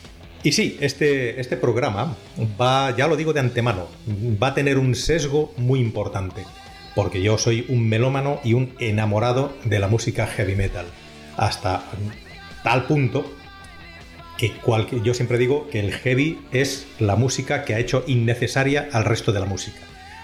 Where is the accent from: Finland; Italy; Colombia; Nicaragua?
Finland; now in Spain; yo nací en Finlandia, yo me he criado allí, he trabajado, he estudiado allí bastantes años, aunque la mayor parte de mi vida, toda mi vida prácticamente la he vivido aquí en España.